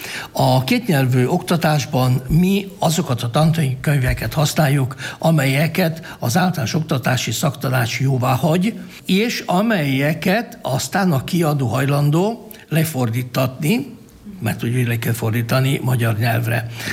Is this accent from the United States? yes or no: no; Prekmurje, Slovenia; nekünk nemzetiségieknek, úgy az olaszoknak, mint muravidéki magyaroknak